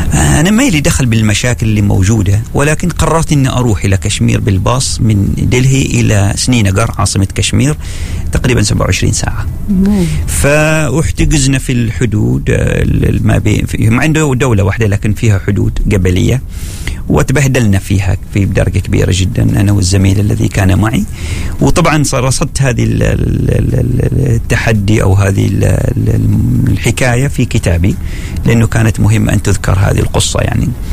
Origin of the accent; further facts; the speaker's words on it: Oman; ونحن عندنا كانت دخول المكسيك بالنسبة لنا كعماني إما بالفيزا الأمريكية أو الفيزا التشينغن الأوروبية